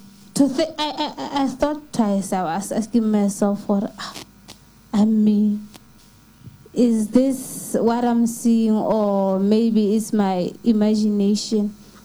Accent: Namibia; from Namibia. I'm a nurse by profession.

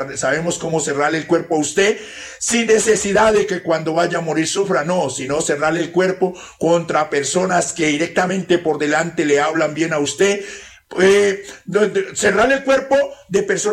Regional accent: Putumayo, Colombia

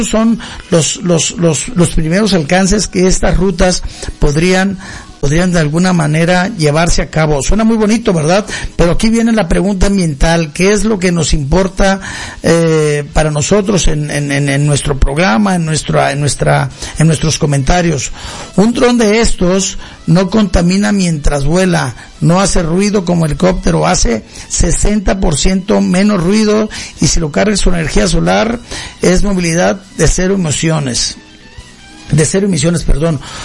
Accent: Mexico; y nosotros como mexicanos

